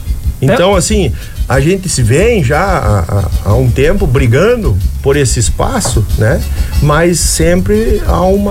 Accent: Paraná, Brazil; moved away as an adult; now in Blumenau, Brazil; Eu estou em Blumenau há 8 anos, sou do Paraná, e trago comigo da minha infância.

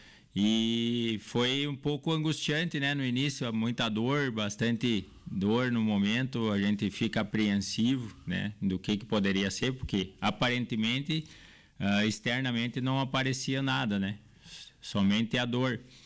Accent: Boa Vista do Incra, Rio Grande do Sul, Brazil; Eu sou do município natural, do município de Boa Vista do Inca, que é no lado

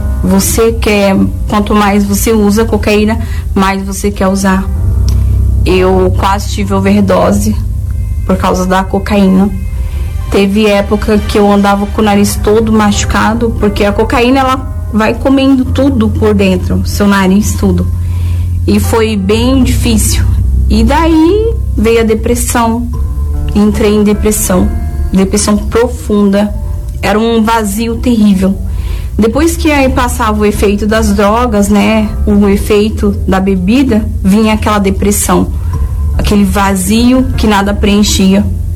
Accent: Boa Nova, Bahia, Brazil; born there; tenho 37 anos. Eu nasci na Bahia, em Boa Nova.

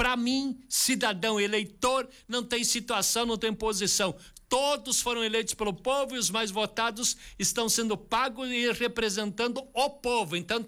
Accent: Vacaria, Rio Grande do Sul, Brazil; Eu sou de Vacaria, sou do Glória.

